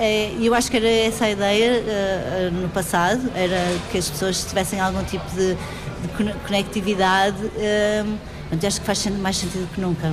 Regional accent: Porto, Norte, Portugal

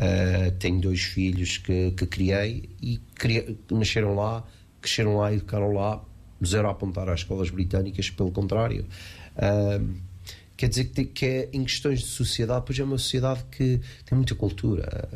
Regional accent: Portugal

